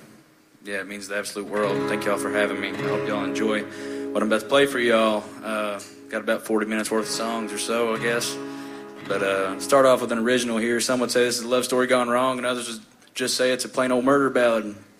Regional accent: Albany, Kentucky, United States; I'm from Albany, Kentucky

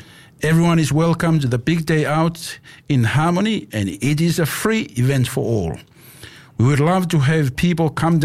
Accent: Tonga; English is a second language; now in Alice Springs, Australia; I'm from Tonga, and I've lived in Alice Springs for more than 5 years.

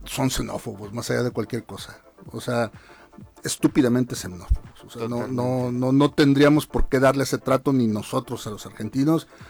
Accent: Mexico; somos todo lo que somos los mexicanos

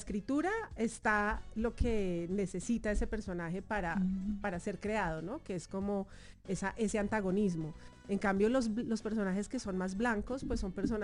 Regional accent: Soacha, Cundinamarca, Colombia; soy la hindú de Soacha

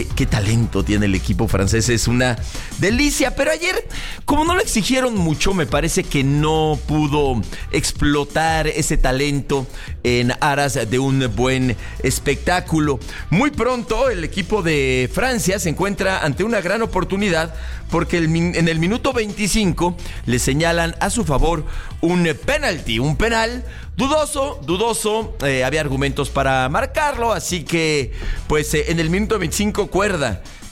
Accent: Mexico; Pero realmente soy una gente muy, muy, pues muy mexicana, tío. Nací en un cinturón de miseria.

